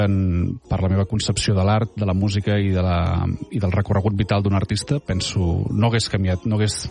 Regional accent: Catalonia, Spain; I, en definitiva, com a catalans, cal celebrar que una proposta de música catalana doncs, tingui aquest

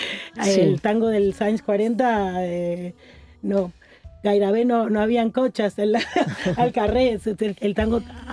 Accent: Mendoza, Argentina; A més, Ezequiel i jo ni tan sols som de Buenos Aires, som de Mendoza.

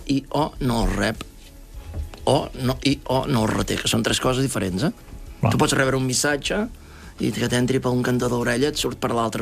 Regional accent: Arenys de Mar, Catalonia, Spain; Sí, és Maresme, sí. És Arenys de Mar, que és el darrer poble del Bisbat de Girona. Quan érem petits, la gent jugava amb garrofers i per vinyes amunt i avall

